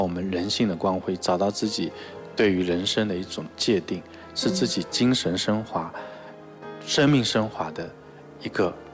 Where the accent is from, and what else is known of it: China